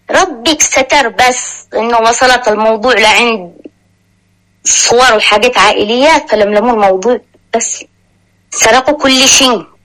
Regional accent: Taiz, Taiz Governorate, Yemen; قسما بالله اللي نهبوا المؤسسة والبيوت إنهم أصحاب تعز وأنا من نص من تعز

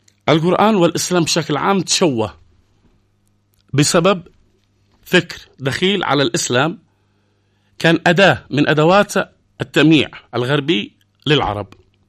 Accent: Yemen; عندنا في اليمن

